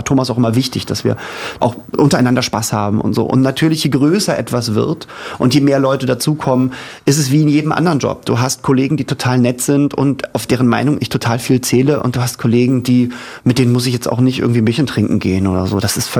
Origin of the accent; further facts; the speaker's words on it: Hamburg, Germany; Ich komme aus Hamburg, das heißt, wir hatten viele Norddeutsche